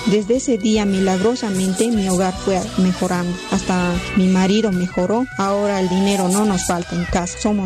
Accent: Potosí, Bolivia; soy de Potosí.

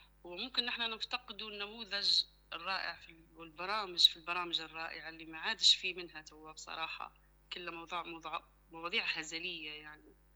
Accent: Libya; احنا كشعب ليبي،

